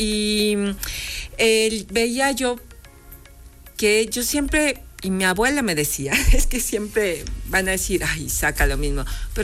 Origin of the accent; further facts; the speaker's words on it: Mexico; somos ahí mexicanos y mexicanas